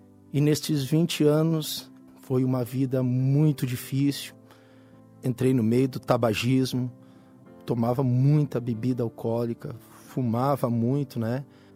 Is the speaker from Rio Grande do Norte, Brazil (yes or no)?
no; Guaíba, Rio Grande do Sul, Brazil; sou de Guaíba, Estado de Rio Grande do Sul, Grande Porto Alegre.